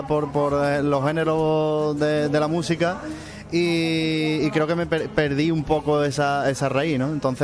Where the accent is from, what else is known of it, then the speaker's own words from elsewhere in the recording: Sanlúcar de Barrameda, Andalusia, Spain; es el origen de donde yo vengo, que es ese toque flamenco, esa guitarra de aquí flamenca y ese aire que tenemos que nos sale solo a los sanluqueños.